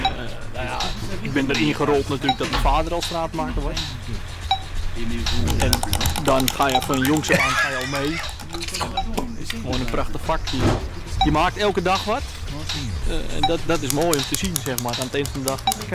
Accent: Uithoorn, North Holland, Netherlands; Ik kom uit Uithoren.

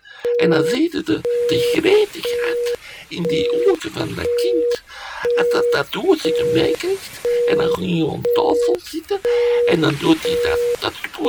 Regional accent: Belgium; Allee, als Belg moet je maar geen slechte frietjes serveren, hè.

